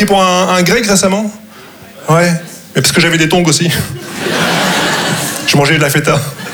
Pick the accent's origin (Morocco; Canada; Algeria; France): Morocco